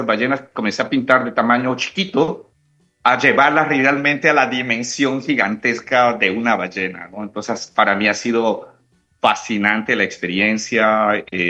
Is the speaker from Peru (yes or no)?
yes; Peru; Yo tengo familia colombiana, mi esposa es colombiana, mis hijos son colombianos, yo soy peruano.